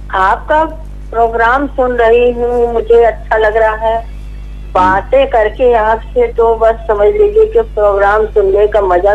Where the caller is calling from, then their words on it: Ayodhya, Uttar Pradesh, India; हम अयोध्या से ही बोल रहे हैं।